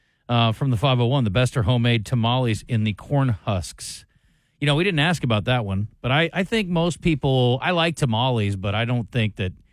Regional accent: Iowa, United States; born there; I was born in Iowa, and they Bentley have great defenses.

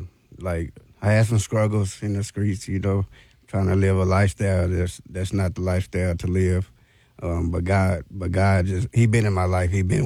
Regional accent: England, Arkansas, United States; England, Arkansas.

